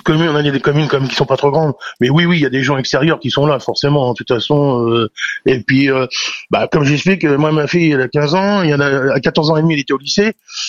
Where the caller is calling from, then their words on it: Chinon, Centre-Val de Loire, France; moi, vous voyez, j'habite à Chinon, c'est une petite commune de l'Indre-et-Loire.